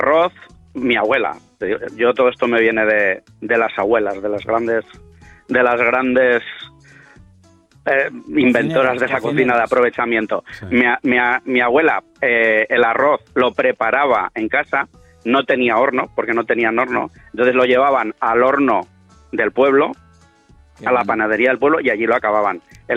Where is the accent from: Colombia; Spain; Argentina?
Spain; Valencia, Valencian Community; A ver, David, Jorge, soy de Valencia.